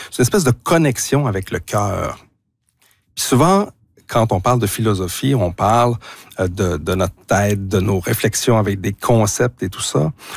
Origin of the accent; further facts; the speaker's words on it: Quebec City, Quebec, Canada; moved away; Bonjour à toute la région de Québec, vraiment. C'est ma ville natale